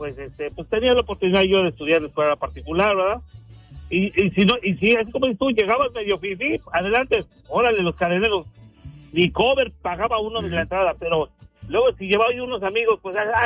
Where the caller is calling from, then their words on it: Mexico; uno como mexicano